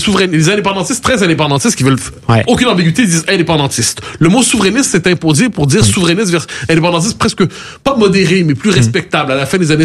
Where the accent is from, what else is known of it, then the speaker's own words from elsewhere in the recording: Quebec, Canada; il n'y a aucune ambiguïté sur le fait qu'on est Québécois